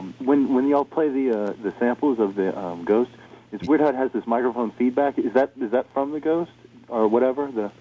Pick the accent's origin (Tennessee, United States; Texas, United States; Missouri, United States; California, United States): Texas, United States; Houston; I'm from Houston, Texas.